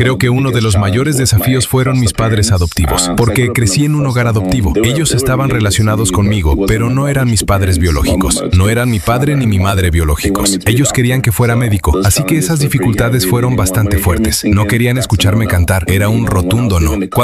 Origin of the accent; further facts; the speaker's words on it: Nigeria; now in Chicago, United States; Soy originalmente de Nigeria. Soy de un hogar nigeriano. El primero de tres hijos.